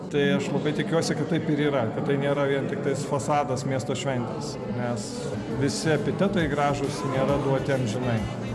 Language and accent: Lithuanian; Šilalė, Tauragė County, Lithuania; Aš išvažiavau iš Šilalės, kurį aš atsimenu apibūdinamą ir pats atsimenu kaip visuomet gražią. Žalia, žydinčia, švaria be galo.